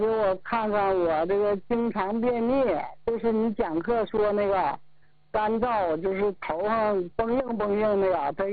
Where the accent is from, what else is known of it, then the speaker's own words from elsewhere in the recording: Zunhua, Hebei, China; 遵化市的。